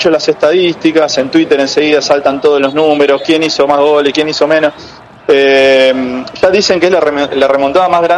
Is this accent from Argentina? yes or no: yes; Argentina; No, a mí no me duele, somos todos de Argentina, por favor, Johnny, no. Somos todos argentinos, no, por favor, no.